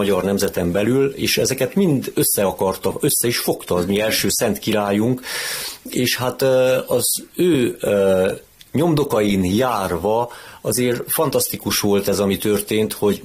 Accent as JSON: {"language": "Hungarian", "country": "Hungary", "said": "Ez számomra egy felhívás volt, hogy azért figyeljek oda arra, hogy én magyar vagyok, és pozitív értelemben próbáljak tenni a magyarságomért."}